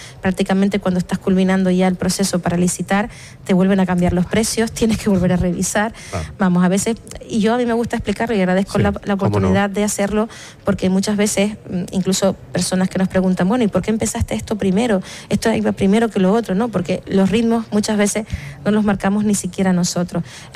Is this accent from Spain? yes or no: yes; Canary Islands, Spain; ya va a nivel también cultural y de identidad como canarios, y eso es algo que siempre reivindicamos, y es lo que quisimos hacer cuando salimos de la isla de Tenerife al resto de las islas